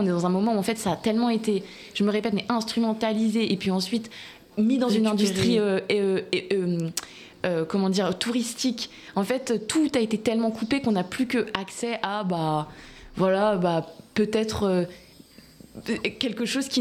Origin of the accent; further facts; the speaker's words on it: Brittany, France; Moi, j'ai grandi en Bretagne, j'ai pas appris le breton, en fait.